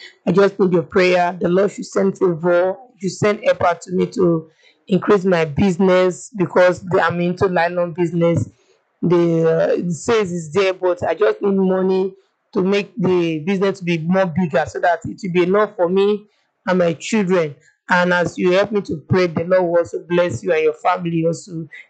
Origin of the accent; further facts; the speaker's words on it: Ogun, Nigeria; I'm from Ogun State. I have 4 kids.